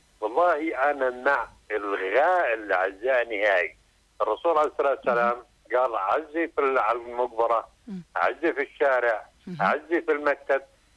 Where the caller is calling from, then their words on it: Aqaba, Aqaba Governorate, Jordan; أنا من العقبة.